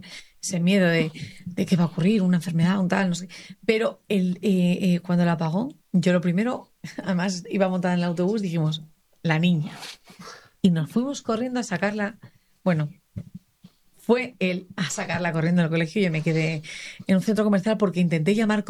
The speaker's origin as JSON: {"language": "Spanish", "region": "Asturias", "country": "Spain", "said": "Yo soy asturiana y de hecho tenemos tierras todavía ahí heredadas, ¿no?"}